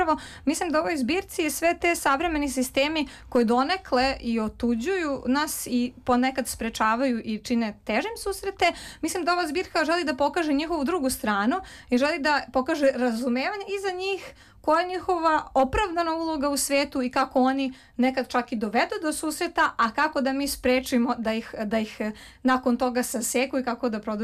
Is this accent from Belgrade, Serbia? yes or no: yes; Belgrade, Serbia; Tako da između mog Beograda i novih svetova mislim da u tom sadejstvu najbolje nastaju knjige.